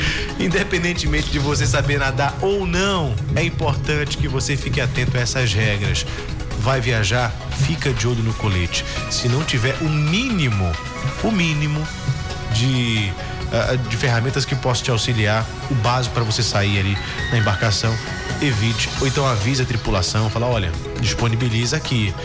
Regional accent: Amazonas, Brazil; eu sou amazonense

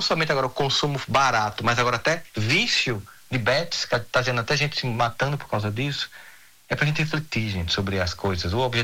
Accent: Campina Grande, Paraíba, Brazil

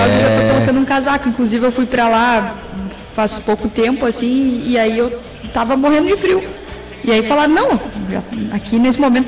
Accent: Vacaria, Rio Grande do Sul, Brazil; now in Rio de Janeiro, Brazil; É difícil bater a minha cidade natal, não é nem o meu estado, é a minha cidade natal.

